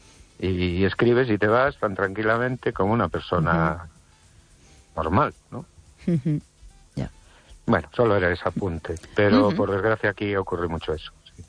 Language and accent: Spanish; Ourense, Galicia, Spain